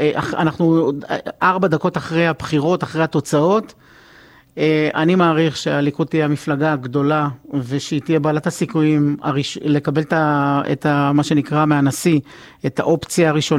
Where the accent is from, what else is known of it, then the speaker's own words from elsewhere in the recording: Beersheba, Southern District, Israel; born there; moved away; also born or lived in Ashdod / Kfar Aza; אני חייתי וגרתי, נולדתי בבאר שבע, אחרי זה אשדוד, כפר עזה, אני מכיר קצת את המחוזות האלה